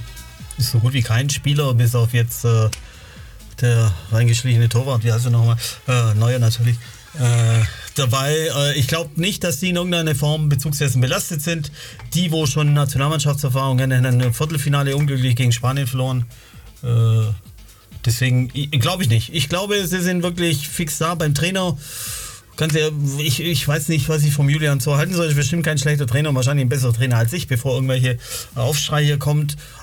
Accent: Italy; now in Germany; als Italiener

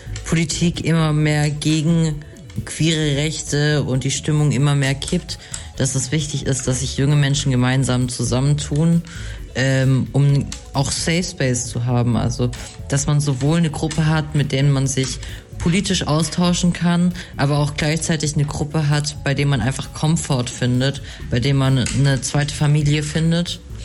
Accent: Geislingen an der Steige, Baden-Württemberg, Germany; now in Göppingen, Germany; Ich bin 19 und ich bin auch dabei. Ich komme eigentlich aus Geislingen, aber mein Lebensmittelpunkt spielt in Göppingen.

